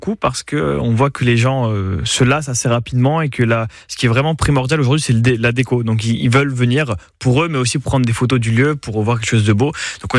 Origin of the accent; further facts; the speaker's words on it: Lille, Hauts-de-France, France; now in Toulouse, France; Je viens de Lille, quoi. Je suis d'origine de là.